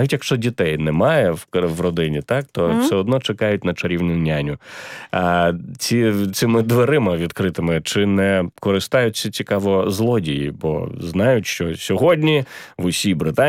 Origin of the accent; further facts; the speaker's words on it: Mariupol, Donetsk Oblast, Ukraine; я з Маріуполя.